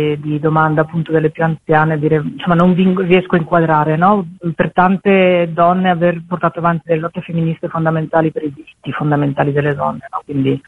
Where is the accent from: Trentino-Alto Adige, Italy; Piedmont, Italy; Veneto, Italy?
Trentino-Alto Adige, Italy; Borgo Valsugana; born or raised there